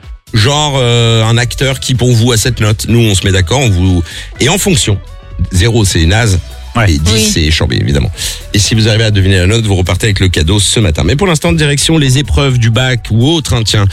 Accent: Châteaurenard, Provence-Alpes-Côte d'Azur, France; Tu sais que je viens de Château, moi j'ai déménagé

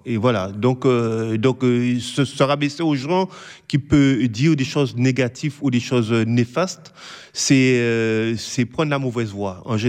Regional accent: Guadeloupe; je suis de la Guadeloupe.

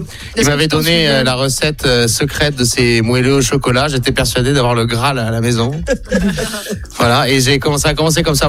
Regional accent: Fronton, Occitanie, France; moi, j'ai grandi à Fronton et Léa, elle a grandi à Boulogne.

